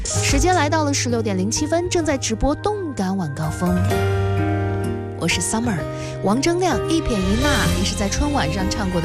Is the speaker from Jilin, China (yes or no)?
no; Tengzhou, Shandong, China; 我们都是山东人，是不是？比如说我的老家是山东滕州的